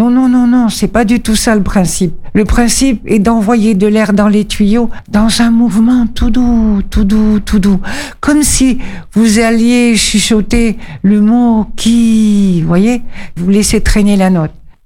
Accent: Mediterranean, France; moved away; ça vient du pays d'où je viens, de la Méditerranée.

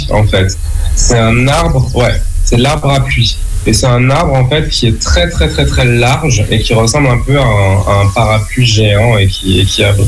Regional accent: Fort-de-France, Martinique; also born or lived in Trinité, Martinique; now in Paris, France; moi, j'ai grandi en Martinique, tout d'abord à Fort-de-France.

